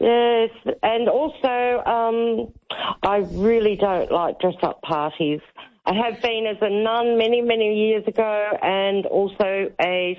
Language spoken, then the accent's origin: English; Papua New Guinea; born there; I was born in Papua New Guinea.